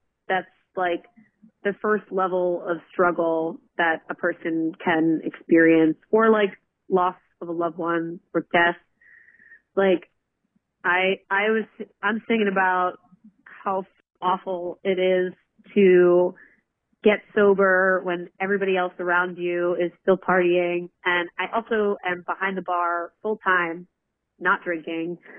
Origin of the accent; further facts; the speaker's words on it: Philadelphia, Pennsylvania, United States; moved away as an adult; now in Queens, New York, United States; I'm from Philadelphia originally. Like I've only been living in New York for about almost 7 years now.